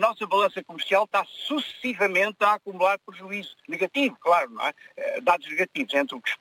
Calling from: Alentejo, Portugal; como alentejano.

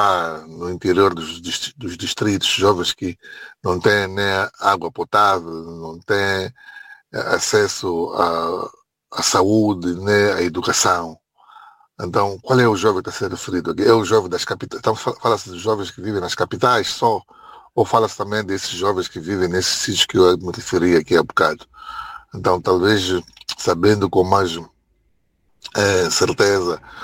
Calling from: Mozambique; Aqui em África

